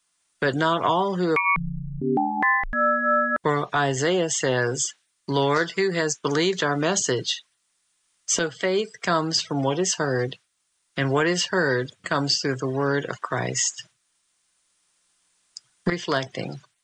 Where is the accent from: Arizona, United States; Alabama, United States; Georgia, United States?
Alabama, United States; accent: Southern; How can people know that I'm a Southerner? Years ago, I was in a seminary in California. I was still driving our Volkswagen Beetle around with Alabama car tags.